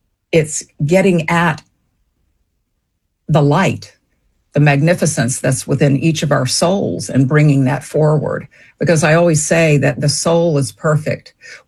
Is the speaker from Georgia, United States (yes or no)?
yes; Savannah, Georgia, United States; So I grew up in Savannah, Georgia. I was born and reared there.